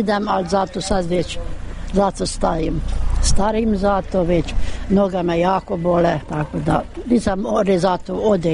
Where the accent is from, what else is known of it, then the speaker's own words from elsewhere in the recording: Potony, Somogy, Hungary; Ja sam roda iz Potonja, ja sam prava Hrvatica.